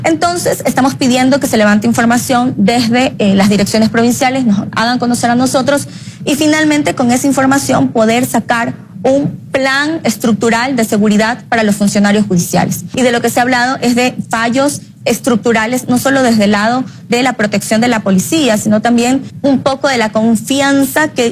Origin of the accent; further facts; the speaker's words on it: Los Ríos, Ecuador; Los Ríos, por ejemplo, es mi tierra, mi provincia.